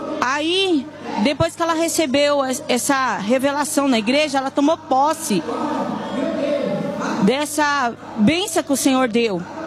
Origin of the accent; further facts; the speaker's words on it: São Paulo, Brazil; Eu venho daqui de São Paulo mesmo.